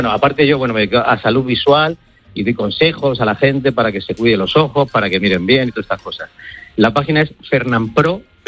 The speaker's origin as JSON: {"language": "Spanish", "town": "Leganés", "region": "Community of Madrid", "country": "Spain", "said": "Mi caso es fácil, soy de Leganés, de la zona sur, familia muy humilde, mi padre albañil"}